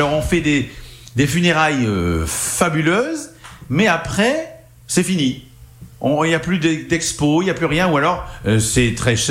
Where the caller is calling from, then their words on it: Cannes, Provence-Alpes-Côte d'Azur, France; je viens de Cannes, donc je connais un peu l'histoire.